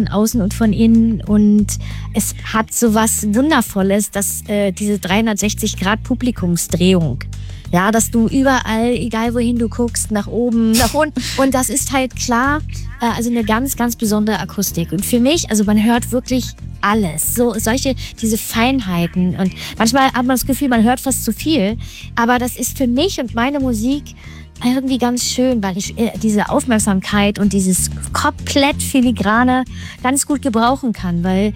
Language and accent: German; Hamburg, Germany; für mich als Hamburgerin